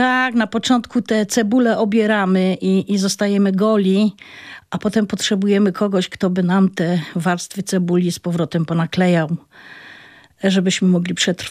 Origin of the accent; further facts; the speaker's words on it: Świętochłowice, Silesian Voivodeship, Poland; ja urodziłam się w dzielnicy Świętochłowic Lipiny. To jest taka... Wtedy była spokojną dzielnicą, dzisiaj ma taką sławę, powiedziałabym, dość trudną.